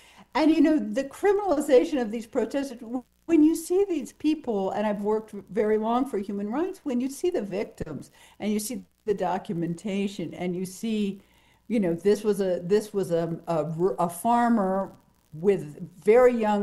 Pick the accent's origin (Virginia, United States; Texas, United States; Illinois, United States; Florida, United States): Virginia, United States; I'd like to share my solidarity because I am also from Virginia.